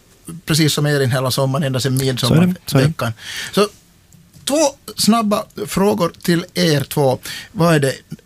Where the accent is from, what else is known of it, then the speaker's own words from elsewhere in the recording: Vaasa, Ostrobothnia, Finland; moved away as an adult; now in Turku, Finland; För jag var upp till Vasa, min hemstad.